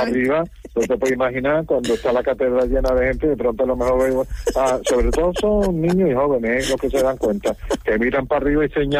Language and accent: Spanish; Málaga, Andalusia, Spain; Y yo soy malagueño, a mí me ha tocado la lotería.